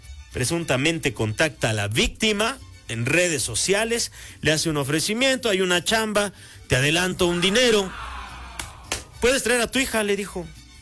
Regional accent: Mexico; No, uno se las ingenia como buen mexicano ahí con Doña Pelos.

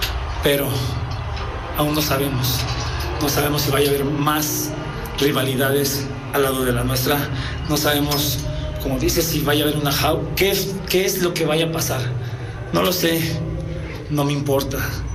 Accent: Mexico; Los luchadores mexicanos

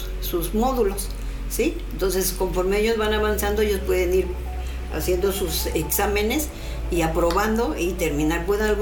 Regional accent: Mexico City, Mexico; moved away as an adult; soy de la Ciudad de México, pero pues me vine a casar acá.

